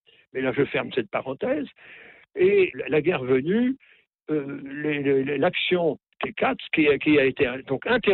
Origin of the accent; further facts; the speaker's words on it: Normandy, France; C'est pas parce que je suis normand que je vous dis oui